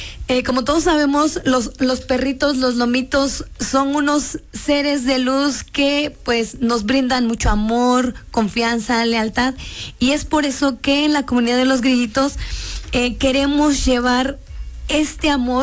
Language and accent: Spanish; Oaxaca, Mexico; Soy de una comunidad indígena del estado de Oaxaca.